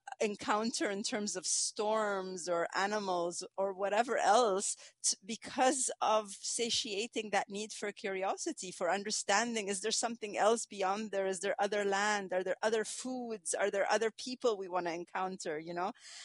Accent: Egypt; now in United States; growing up, I come from Egypt. I knew that there were, you know, a lot of different fermented products that exist in our culture. And I moved to the United States

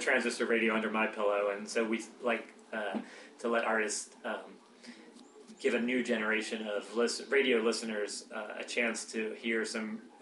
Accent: Baltimore, Maryland, United States; I grew up listening to in Baltimore or outside of Baltimore, listening to WFBR and listening to Baltimore Oriole games at night.

